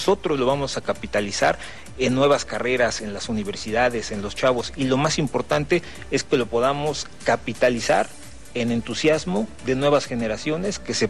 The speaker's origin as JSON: {"language": "Spanish", "country": "Mexico", "said": "todas las necesidades que nosotros tenemos como mexicanos."}